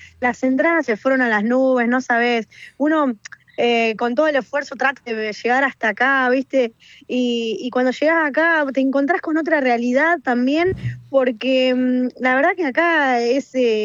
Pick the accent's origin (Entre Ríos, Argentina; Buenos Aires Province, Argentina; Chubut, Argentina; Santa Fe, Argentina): Buenos Aires Province, Argentina; Rojas; yo soy de Rojas